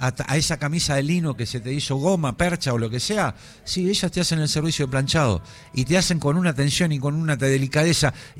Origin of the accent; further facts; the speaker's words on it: Buenos Aires, Argentina; Yo tengo 59 pirulos, ¿sí? Estudié en la Escuela Nacional de Comercio número 3, Hipólito Vieites de Caballito.